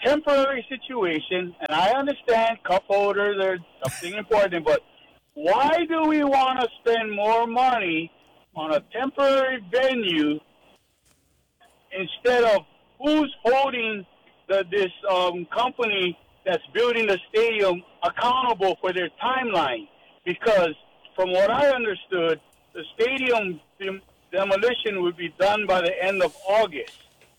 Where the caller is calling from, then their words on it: Kaneohe, Hawaii, United States; Oh, Kaneohe.